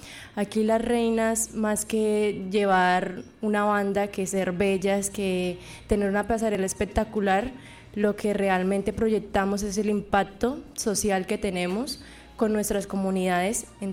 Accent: Arauquita, Arauca, Colombia; soy oriunda de la isla La Reinera, con mucho orgullo.

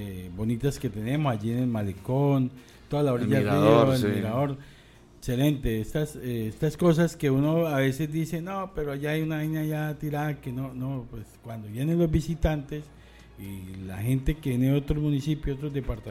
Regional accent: Colombia; todos somos colombianos y colombianas.

